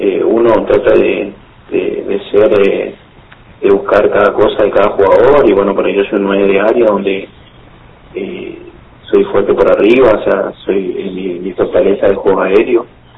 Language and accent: Spanish; Resistencia, Chaco, Argentina; now in Formosa, Argentina; yo soy de la provincia de Resistencia, soy chaqueño.